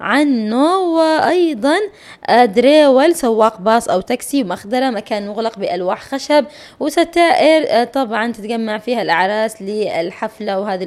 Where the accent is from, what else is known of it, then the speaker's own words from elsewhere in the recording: Aden, Yemen; بالنسبة لي أنا عدن هي أم الدنيا.